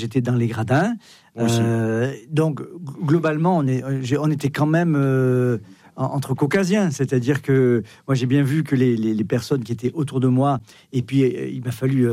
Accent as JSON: {"language": "French", "region": "Occitanie", "country": "France", "tie": "born there", "said": "au fin fond du Cantal, de l'Hérault dont je suis né"}